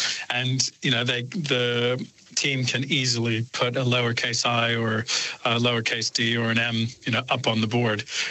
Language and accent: English; Australia; also born or lived in United States; Look, ultimately, I'm Australian and American, and I love to buy Australian and certainly love to support local businesses.